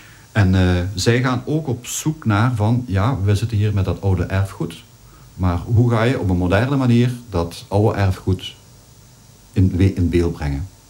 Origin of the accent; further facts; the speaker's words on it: Limburg, Belgium; Wij komen uit de Maasland.